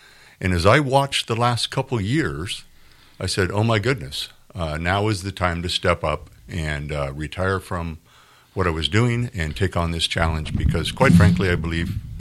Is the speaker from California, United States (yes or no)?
yes; Redding, California, United States; also born or lived in Anderson, California; I'm a fifth generation far northern California. Have very proud of my cattle and cowboy roots coming out of Modoc County, my mom's side. I was born in Reading. Went to school in Anderson High School